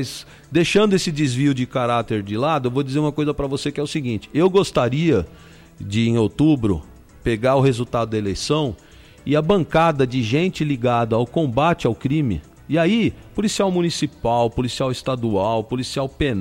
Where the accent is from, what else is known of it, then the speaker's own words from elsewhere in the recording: Americana, São Paulo, Brazil; Eu nem nasci, fui criado em Americana